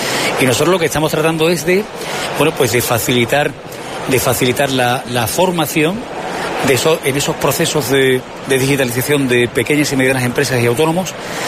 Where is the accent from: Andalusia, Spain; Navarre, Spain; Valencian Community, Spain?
Andalusia, Spain; Y nosotros, desde luego, yo creo que podemos celebrar, ¿no?, como andaluces, que Andalucía esté adquiriendo esta relevancia.